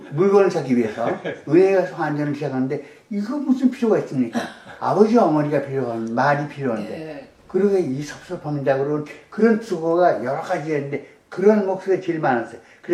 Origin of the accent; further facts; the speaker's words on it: Seoul, South Korea; born there; moved away; 난 서울 태생인데